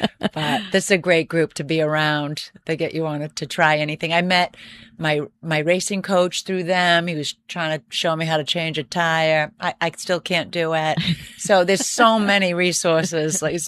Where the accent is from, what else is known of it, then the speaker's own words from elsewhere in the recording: Tyngsborough, Massachusetts, United States; my hometown in Tingsboro.